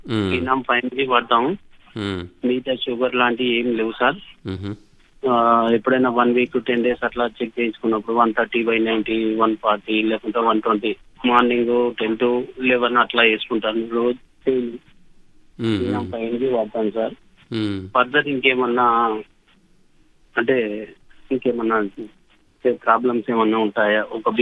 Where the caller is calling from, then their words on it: Zafargadh, Telangana, India; మాది జనగాం జిల్లా జఫర్గడ్డ సార్.